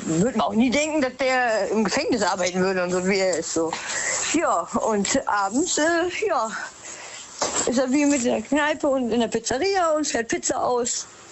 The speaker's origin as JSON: {"language": "German", "region": "Rhineland-Palatinate", "country": "Germany", "said": "Hi, aus Westerwald."}